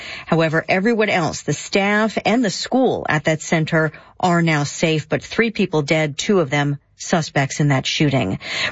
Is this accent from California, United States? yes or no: no; Georgia, United States; I'm from Georgia, so...